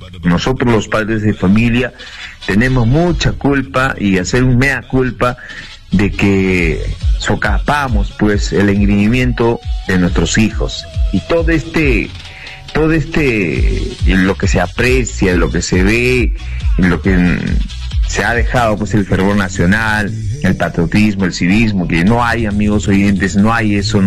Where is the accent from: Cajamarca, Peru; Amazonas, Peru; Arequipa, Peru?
Arequipa, Peru; San Isidro, La Joya district; porque somos de San Isidro, hemos estudiado allá en la irrigación de San Isidro, somos del colegio Héroes del Cenepa.